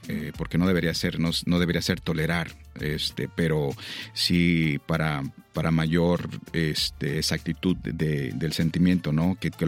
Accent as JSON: {"language": "Spanish", "region": "Veracruz", "country": "Mexico", "tie": "born or raised there", "said": "nosotros estamos expuestos a una gama inmensa de sonidos y ritmos en Veracruz, que es la salsa, la cumbia, pues también el mariachi, el ranchero, todo eso, crecimos con ello, ¿no?"}